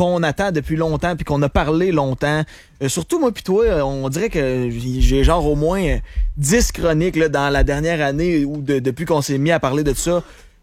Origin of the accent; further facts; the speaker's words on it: Canada; mais vu qu'on est des Canadiens, ben, nous autres, on se fait mettre dans...